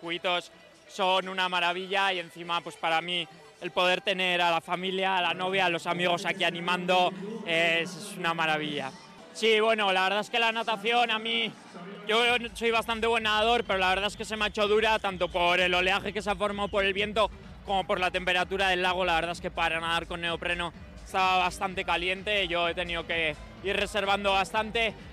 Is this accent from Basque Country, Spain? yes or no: yes; Basque Country, Spain; Increíble, la verdad, esto último del primer vasco no era algo ni que me hubiera planteado que pudiera conseguir.